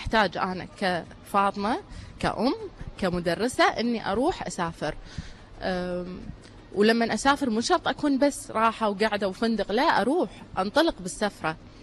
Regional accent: Kuwait; أنا قبل أوثق رحلاتي برا الكويت أوثق تجاربي والأماكن اللي تستحق داخل ديرتي

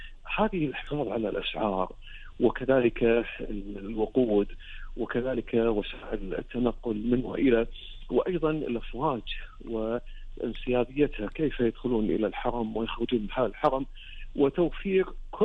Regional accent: Kuwait; وأيضا مدير الحج عندنا في الكويت

